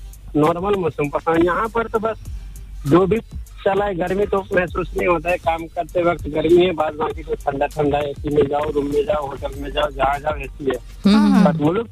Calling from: Nepal

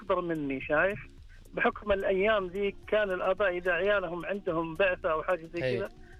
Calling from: Jeddah, Makkah Province, Saudi Arabia

